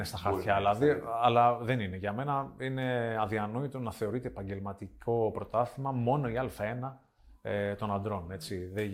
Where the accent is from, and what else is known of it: Rethymno, Crete, Greece; moved away